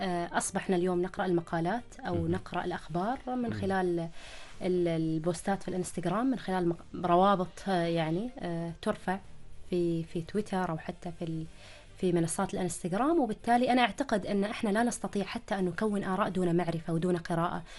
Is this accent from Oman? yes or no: yes; Oman